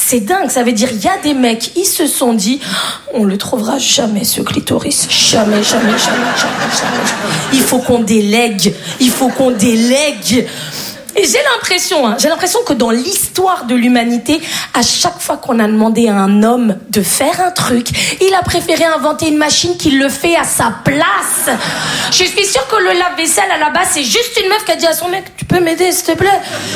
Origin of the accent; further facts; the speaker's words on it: Switzerland; mais pour moi c'est un effort énorme de 10,90 parce que je suis suisse. Donc en vrai je dis 90.